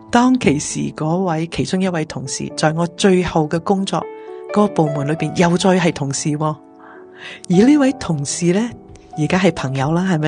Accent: China; 要将事做好，你知我哋中国人

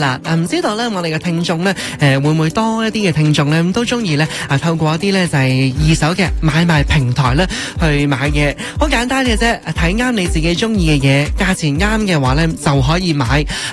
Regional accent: Canada; 俾我哋加拿大人

